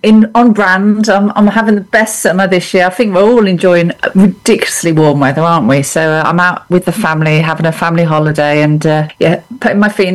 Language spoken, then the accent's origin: English; Midlands, United Kingdom; Although I personally don't think I'm a southerner either. I'm from the Midlands, which is a bit of a no man's land.